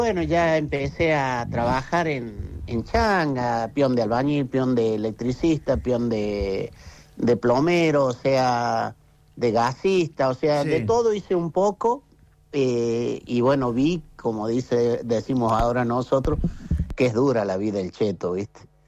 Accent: Córdoba, Argentina; Soy nacido, viste, como te digo, y criado en barrio Pueyrredón.

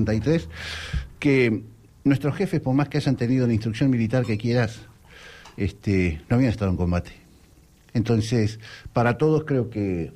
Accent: Mar del Plata, Buenos Aires Province, Argentina; born there; Yo nací en Mar del Plata.

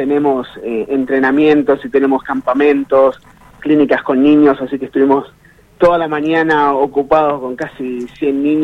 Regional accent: Argentina; moved away as an adult; now in Dallas, United States; En el 94. Estábamos en Argentina.

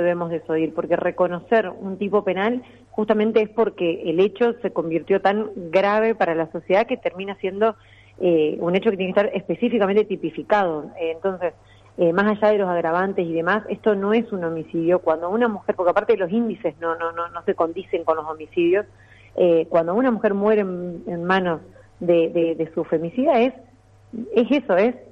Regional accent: Argentina; now in Paraná, Argentina

